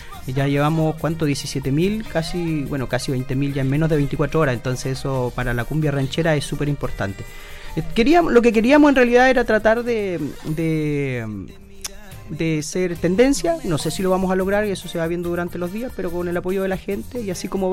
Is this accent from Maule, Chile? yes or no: yes; Longaví, Maule, Chile; Felices de estar en Longaví, bueno, en mi tierra. La verdad, chuta, yo soy de Longaví, nacido y criado.